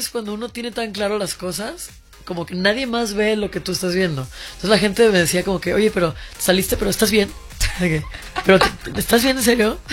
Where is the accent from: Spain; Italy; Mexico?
Mexico; moved away as an adult; also born or lived in Guadalajara; Sí, estudié música, me fui a Guadalajara a estudiar música. Yo soy de La Baja.